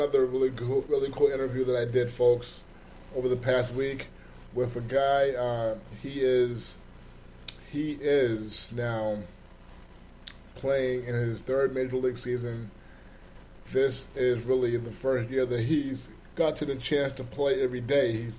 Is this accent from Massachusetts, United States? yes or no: no; New York City, New York, United States; I grew up here in New York, and I grew up in the Harlem Washington Heights area